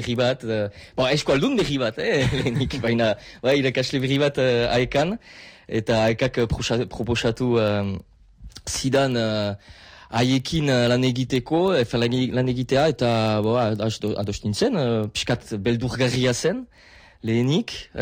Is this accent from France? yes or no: yes; La Bastide-Clairence, Nouvelle-Aquitaine, France; Basque is a second language; Bastidakoa naiz, eta orain Bastiden bizi naiz